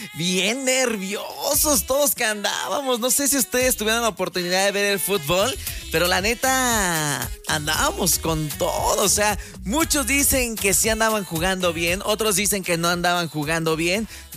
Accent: Mexico; Pero aquí la cosa es que somos mexicanos y hay que apoyar a nuestro país.

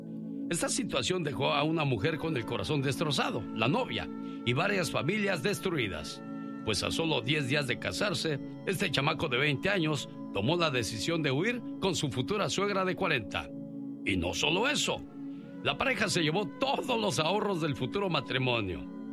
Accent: Baja California, Mexico; moved away; salí de Baja California Norte, pero Baja California Norte nunca salió de mí.

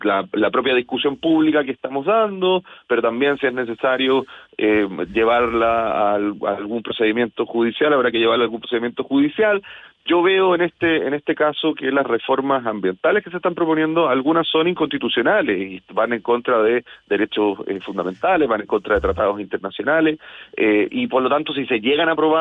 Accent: Chile; Yo tengo la impresión, creo que como cualquier chileno, que los procesos frente al Estado se demoran mucho

